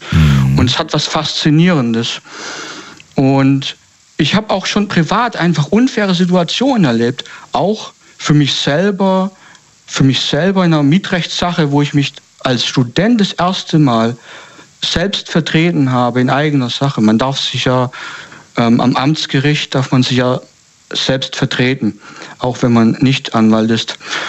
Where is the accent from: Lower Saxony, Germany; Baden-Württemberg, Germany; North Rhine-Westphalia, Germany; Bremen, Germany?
Baden-Württemberg, Germany; Ich komme aus der Gegend Stuttgart, also das, ich sag jetzt mal so grob.